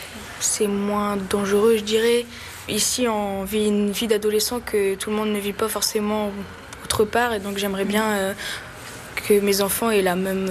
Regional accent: France; On fait toutes les fêtes nationales comme en France, donc on est des Français, quoi.

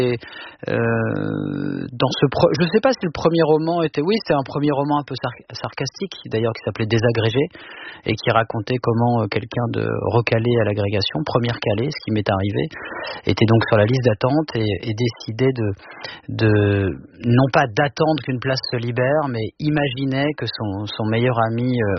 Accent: Le Havre, Normandy, France; born or raised there

